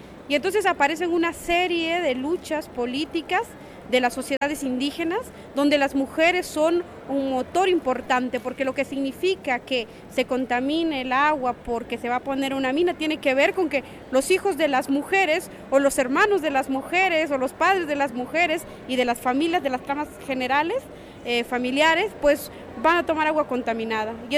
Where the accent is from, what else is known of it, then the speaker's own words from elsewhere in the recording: Guatemala; also born or lived in Santiago, Chile; soy maya quiché de Guatemala. Yo soy maya quiché de Guatemala, estudié la maestría en filosofía latinoamericana en Santiago de Chile